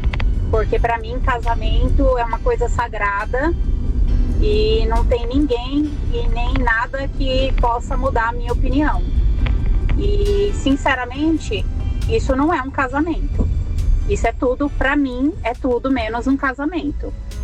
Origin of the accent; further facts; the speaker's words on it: São Paulo, Brazil; Sou da cidade de São Paulo, motorista de aplicativo.